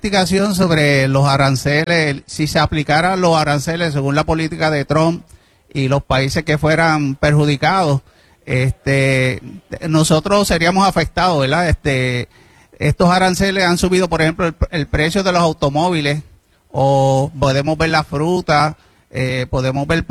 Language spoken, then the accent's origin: Spanish; Mayagüez, Puerto Rico; Yo soy natural de aquí mismo.